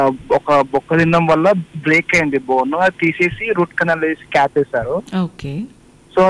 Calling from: Hyderabad, Telangana, India; కూడా హైదరాబాద్ నుంచి మాట్లాడుతున్నాను.

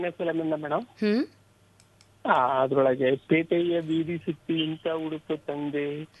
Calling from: Shikaripura, Karnataka, India; ಶಿಕಾರಿಪುರದಿಂದ.

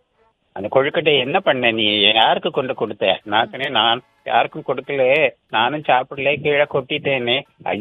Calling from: Nagercoil, Tamil Nadu, India

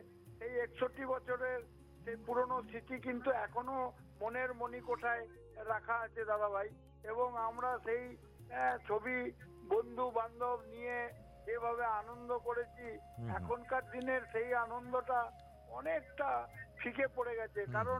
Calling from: Budhpur, West Bengal, India; আমি পশ্চিমবঙ্গের পূর্ব বর্ধমান জেলার বুধপুর থেকে

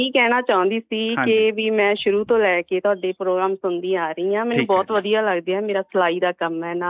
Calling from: Bathinda, Punjab, India; ਮੈਂ ਬਠਿੰਡੇ ਤੋਂ ਗੱਲ ਕਰ ਰਹੀ ਹਾਂ

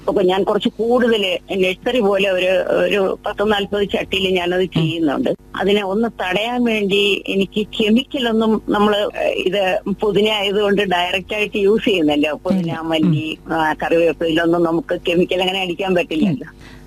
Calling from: Ulloor, Kerala, India; ഉള്ളൂരിൽ നിന്നാണ് സംസാരിക്കുന്നത്.

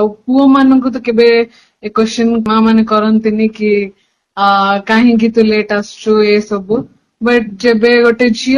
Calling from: Jeypore, Odisha, India; ମୁଁ ଜୟପୁରରୁ କହୁଛି।

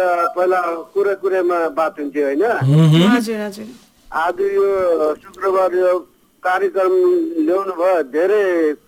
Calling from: India; निर्वनबाट.

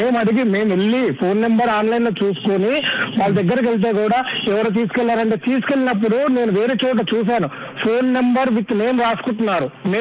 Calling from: Hyderabad, Telangana, India; నేను హైదరాబాద్ లోకల్ నుంచి మాట్లాడుతున్నాను.

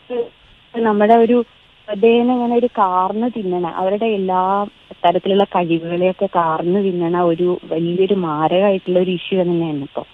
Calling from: Melattur, Kerala, India; മേലാറ്റൂരാണ് വീട്. മേലാറ്റൂര്.

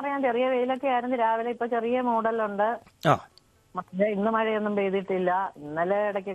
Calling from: Muvattupuzha, Kerala, India; Muvattupuzha

